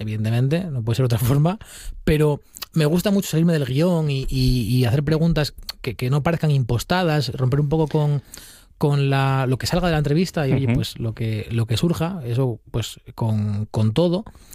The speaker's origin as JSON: {"language": "Spanish", "country": "Spain", "tie": "born or raised there", "said": "yo crecí allí en Puerto, no me eduqué, pero bueno, prácticamente allí fue donde empecé a trabajar con ellos"}